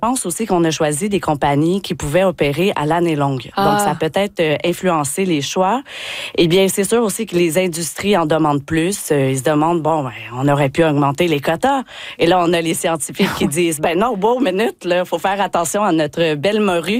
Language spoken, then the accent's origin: French; Quebec, Canada; accent: Québécois; now in Newfoundland and Labrador, Canada; depuis que je suis arrivée à Terre-Neuve et Labrador, là, vous pouvez l'entendre par mon accent, je suis québécoise